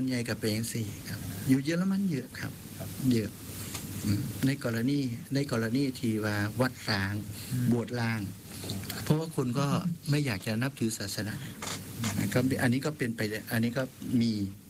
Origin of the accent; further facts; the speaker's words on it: Isan, Thailand; แต่ว่าบ้านเฮาเนี่ยในความเป็นของพื้นเพคนอีสานเนี่ยหักแพ้งแบ่งปันเอื้อเฟื้อเพื่อแผ่เมตตากรุณาอันนี้คือเฮามีมาแต่ใด